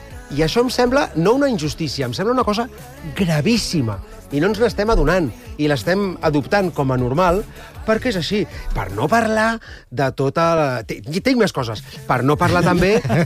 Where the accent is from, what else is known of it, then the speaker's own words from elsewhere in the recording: Catalonia, Spain; sóc català, visc a Catalunya